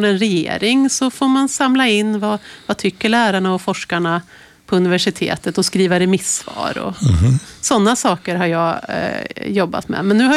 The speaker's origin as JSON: {"language": "Swedish", "town": "Frövi", "region": "Örebro County", "country": "Sweden", "tie": "born or raised there", "said": "Jag är ju uppvuxen i en annan kommun, jag är uppvuxen i Lindesbergs kommun, i Frövi."}